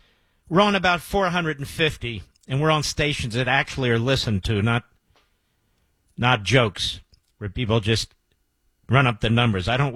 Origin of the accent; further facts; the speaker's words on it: Pennsylvania, United States; I said, wait a minute, I'm from Pennsylvania.